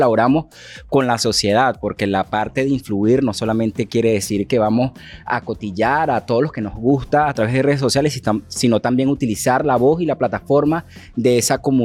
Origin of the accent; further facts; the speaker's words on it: Venezuela; moved away as an adult; nos pasaron muchas cosas en mi país, Venezuela, por lo cual decidí emigrar.